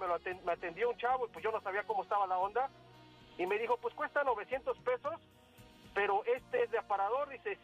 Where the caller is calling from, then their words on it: Puebla, Mexico; yo iba llegando a la Ciudad de México, yo soy de Puebla.